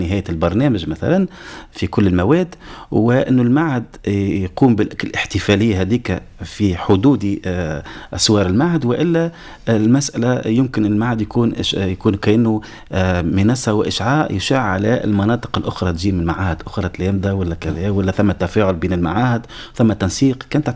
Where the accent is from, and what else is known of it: Tunisia